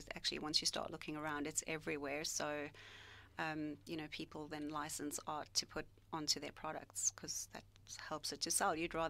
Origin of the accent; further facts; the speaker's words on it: Rustenburg, North West, South Africa; now in Traralgon, Australia; I'm originally from South Africa.